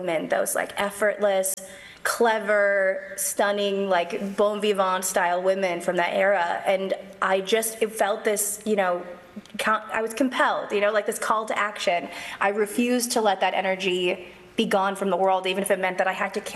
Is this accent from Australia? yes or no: no; Canada; No. So, and I'm Canadian, so it's even worse.